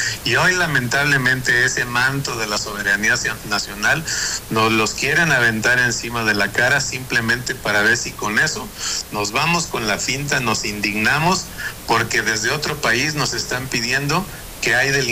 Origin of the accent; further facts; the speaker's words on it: Mexico; porque lo estoy enjuiciando aquí en mi país, en mi propio país, porque está cometiendo delitos en mi país. Imagínense cómo se vería México ante el mundo